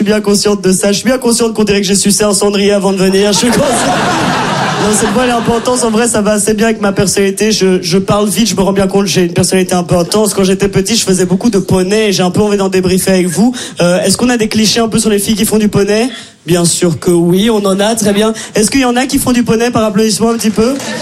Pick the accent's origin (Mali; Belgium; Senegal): Belgium; Brussels; accent: Brussels